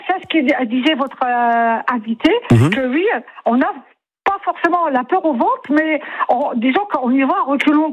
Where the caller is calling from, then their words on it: Toulouse, Occitanie, France; Je suis à Toulouse, donc voilà. J'étais à Toulouse à l'époque.